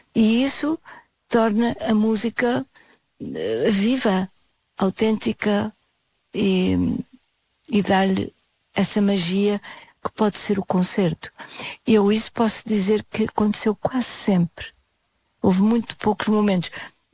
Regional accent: Portugal; also born or lived in Germany / Brazil / Switzerland; sempre me senti em casa em Portugal. Posso ficar irritada com... mas sou portuguesa, não tenho pretensão de ser diferente.

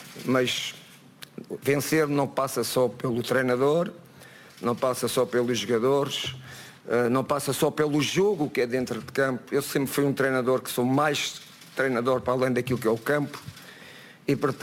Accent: Portugal; portugueses, dentro e fora do nosso país, de certeza que nos encheram de vaidade o nosso coração, como português.

